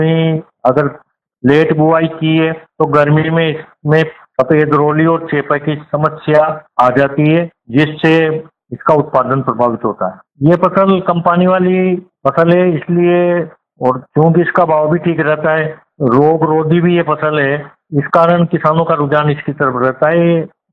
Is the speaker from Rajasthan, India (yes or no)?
yes; Baran district, Rajasthan, India; गांव गुलखेड़ी, तहसील छिपावड़ो, जिला बारा का रहने वाला हूँ।